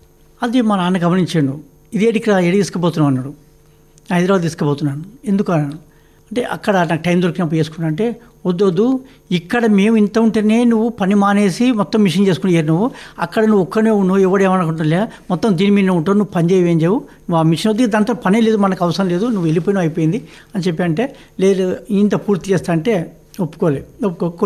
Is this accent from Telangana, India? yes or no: yes; Sharajipet, Telangana, India; moved away as an adult; also born or lived in Aler / Hyderabad; నా సొంత ఊరు పూర్వం నల్లగొండ జిల్లా ఆలేరు మండలం షారాజీపేట.